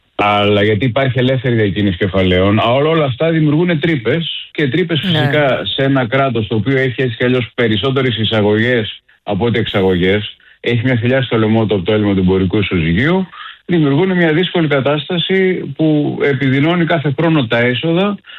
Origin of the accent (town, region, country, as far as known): Greece